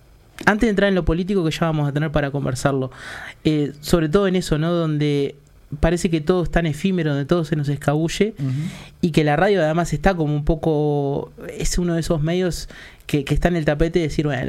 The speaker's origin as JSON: {"language": "Spanish", "country": "Uruguay", "said": "fallé en esto como uruguayo"}